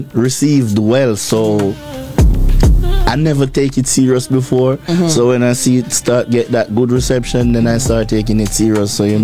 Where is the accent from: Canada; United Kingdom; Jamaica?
Jamaica; Clarendon; now in New York, United States; I was born and raised in Clarendon, Jamaica, mm-hmm. and I transitioned to Queens, New York, where I'm at right now. But I rep the whole New York City.